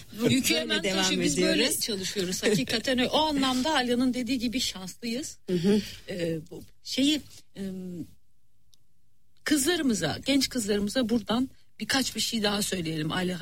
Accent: Malatya, Turkey; Malatya'yı ayrı söyledim çünkü benim memleketim.

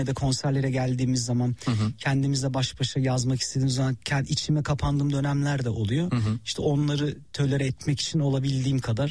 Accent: Şarkışla, Sivas, Turkey; Tabii biz Şarkışlılıyız.

